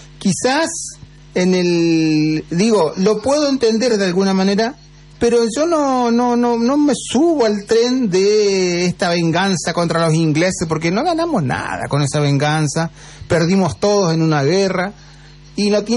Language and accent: Spanish; Argentina; soy argentino